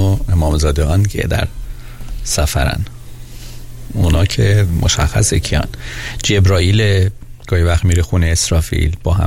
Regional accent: Iran; من از وقتی که تو ایران بزرگ شدم

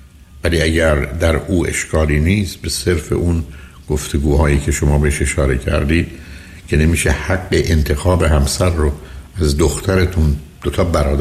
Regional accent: Iran; moved away; ما از ایران آمدیم بیرون، ولی با خودمون همچنان وابستگی رو آوردیم

